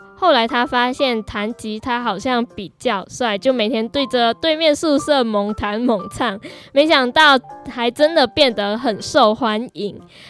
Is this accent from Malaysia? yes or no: yes; Penang, Malaysia; 原来我跟他同样是都来是来自槟城，我们都是槟城人，槟城人。